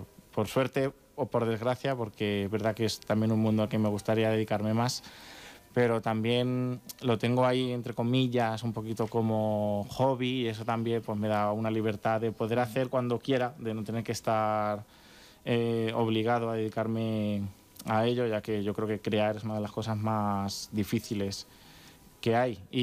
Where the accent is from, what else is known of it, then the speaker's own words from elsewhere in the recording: Pedro Muñoz, Castilla-La Mancha, Spain; se trasladó allá a mi pueblo, a Pedro Muñoz. Ciudad Real.